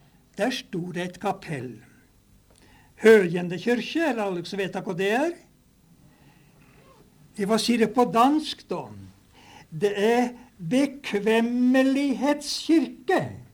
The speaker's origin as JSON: {"language": "Norwegian", "town": "Nesbyen", "region": "Buskerud", "country": "Norway", "tie": "born or raised there", "said": "Jeg er oppvoksen på opphavsgarn i Nes."}